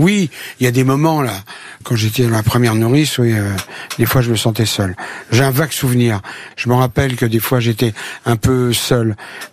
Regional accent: Paris, Île-de-France, France; born there; first language French; je suis né à Paris, j'entendais parler créole peut-être quand j'étais tout petit par ma mère et par des amis qui venaient, mais autrement, j'ai appris directement la langue française.

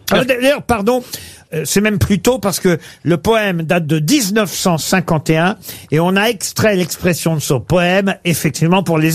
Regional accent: France

